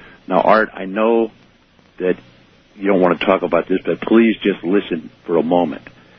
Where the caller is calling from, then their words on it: California, United States; I'm calling from Northern California.